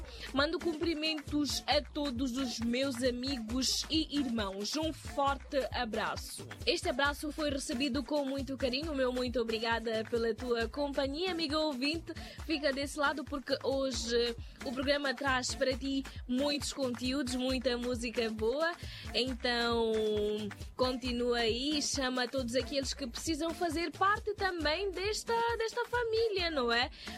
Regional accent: Zambezia, Mozambique; now in Sofala, Mozambique; Falo de Sofala, sou natural da Zambésia.

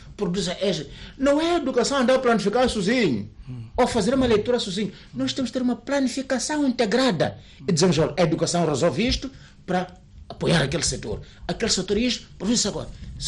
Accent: Mozambique

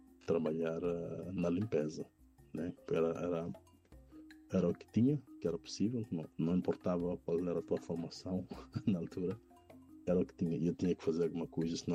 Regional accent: Mozambique; now in Netherlands; aquela forte conexão do mundo de onde eu venho, Moçambique, por exemplo. E não conhecia praticamente nenhum moçambicano

